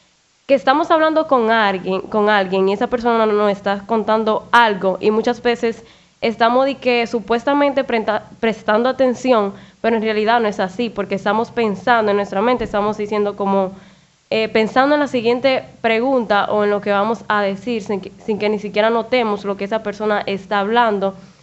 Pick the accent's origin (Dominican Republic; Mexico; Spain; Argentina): Dominican Republic; todo lo que nos identifica como dominicanos